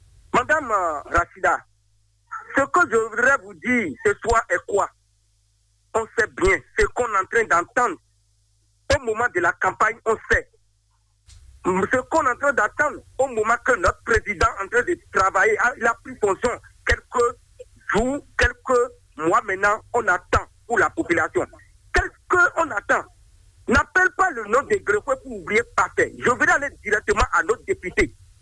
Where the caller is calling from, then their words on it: Benin; Je vous appelle depuis Bigué.